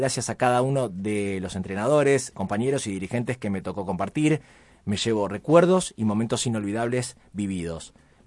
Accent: Argentina; de parte nuestra como pueblo argentino

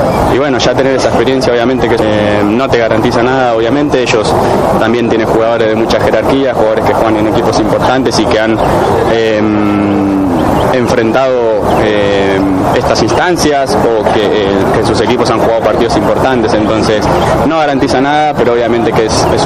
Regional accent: Argentina; now in England; todos somos súper argentinos. Amamos nuestro país

